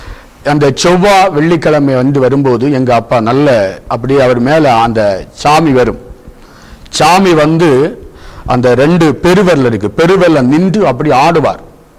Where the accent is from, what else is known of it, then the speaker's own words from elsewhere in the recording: Kollankodu, Tamil Nadu, India; நான் பிறக்கும்போதே இந்து குடும்பம் கொல்லங்கோடு பகுதியிலே, சிறுவைபுரம் பகுதியிலே, அந்த இடத்துல எங்களுக்கு சொந்த ஒரு கோவில் உண்டு.